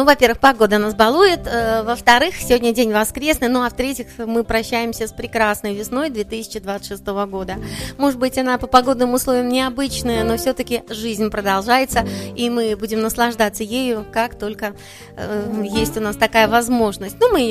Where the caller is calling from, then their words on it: Kizilyurt, Dagestan, Russia; пишу я вам из Кизилюрта, и у нас есть старшая сестренка.